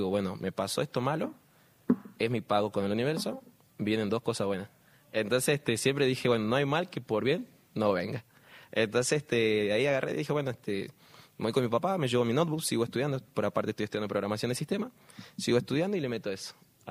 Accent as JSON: {"language": "Spanish", "region": "Jujuy", "country": "Argentina", "said": "pero me pasa de que yo digo, bueno, a mí me costó mucho salir de Jujuy."}